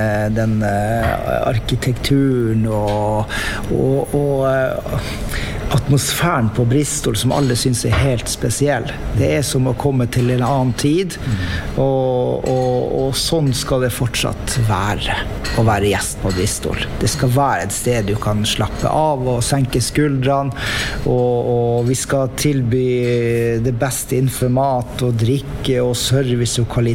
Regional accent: Finnmark, Norway; Det jo litt morsomt for meg som finnmarking

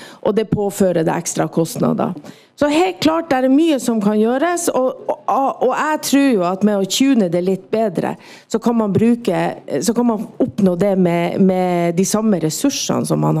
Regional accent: Sørøya, Finnmark, Norway; Jeg kommer fra Sørøya, som ligger helt vest i Finnmark

